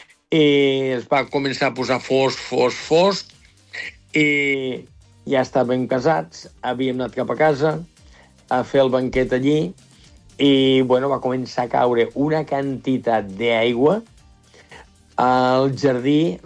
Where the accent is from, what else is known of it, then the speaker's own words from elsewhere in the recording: Catalonia, Spain; moved away; Jo sóc del Baix Ebre, sóc allí del Delta, i sempre ho he dit. Jo vinc de pagesos.